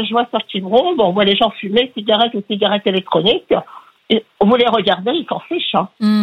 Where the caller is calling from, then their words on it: Pays de la Loire, France; de Hanchet, dans le Maine-et-Loire.